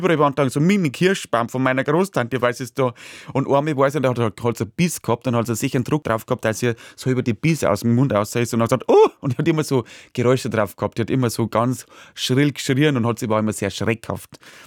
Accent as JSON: {"language": "German", "region": "Bavaria", "country": "Germany", "tie": "born or raised there", "said": "Also wir haben zum Beispiel immer bei uns in Niederbayern oder ich glaube in meiner Gegend, da sagt man nicht Wiener Würstel oder Frankfurter, bei uns sagt man Durner Würstel."}